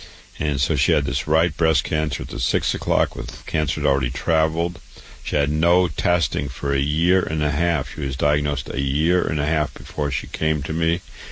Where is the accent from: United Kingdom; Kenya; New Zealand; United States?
United States; Waterloo, Iowa; I was born and raised in Waterloo, Iowa.